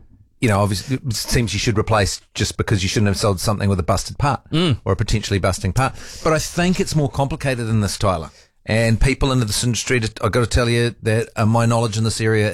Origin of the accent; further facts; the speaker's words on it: Dunedin, Otago, New Zealand; I grew up in Dunedin.